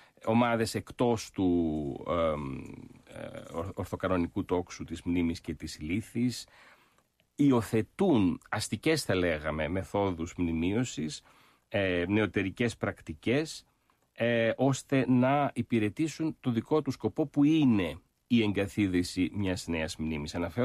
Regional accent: Alexandria, Alexandria Governorate, Egypt; το γεγονός ότι γεννήθηκα και μεγάλωσα στην Αλεξάνδρεια, στην Αίγυπτο, στο πλαίσιο της ελληνικής παρικίας, στα παρικιακά σχολεία

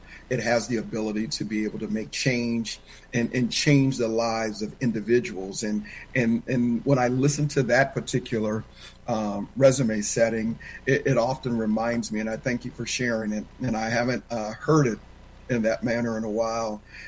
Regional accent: Oakland, California, United States; looking at more money than this young black kid growing up in East Oakland had ever seen in my life.

